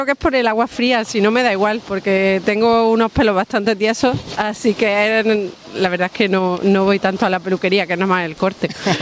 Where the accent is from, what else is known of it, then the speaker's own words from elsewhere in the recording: Granada, Andalusia, Spain; now in Germany; Pues soy de Granada y vivimos en Alemania.